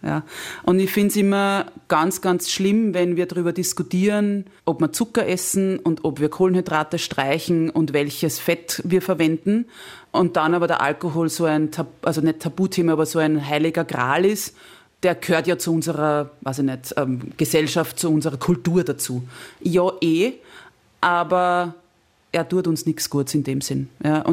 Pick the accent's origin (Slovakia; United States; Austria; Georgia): Austria; Lower Austria; Oder nicht gescheit gegessen, wie man bei uns in Niederösterreich sagt.